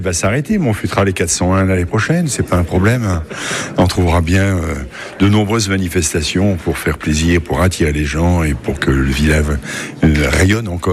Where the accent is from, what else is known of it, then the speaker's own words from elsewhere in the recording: Hauts-de-France, France; now in Drôme, France; Moi, je suis du Nord